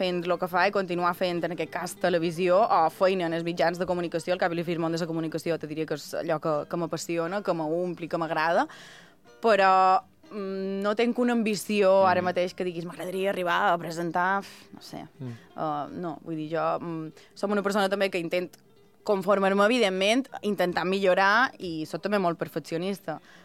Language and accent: Catalan; Sencelles, Balearic Islands, Spain; born or raised there; now in Palma, Spain